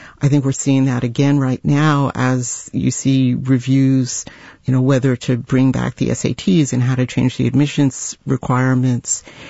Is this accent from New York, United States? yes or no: yes; New York, United States; I mean, as a New Yorker, it's not like people run around saying, you know, I went to SUNY Albany.